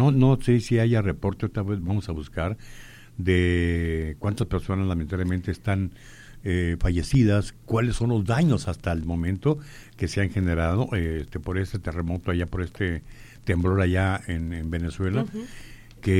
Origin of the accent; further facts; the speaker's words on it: Mexico; Pero México en particular, nuestro país, tiene muchos venezolanos.